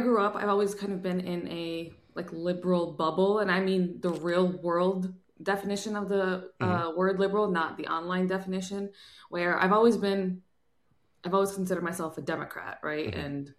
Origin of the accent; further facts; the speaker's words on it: Michigan, United States; I'm from Michigan, born and raised